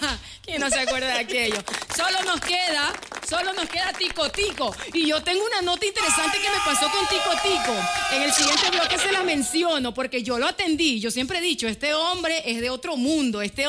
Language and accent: Spanish; Ecuador; nosotros como ecuatorianos